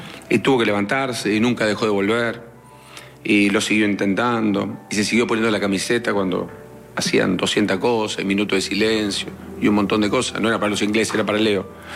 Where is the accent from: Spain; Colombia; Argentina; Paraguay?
Argentina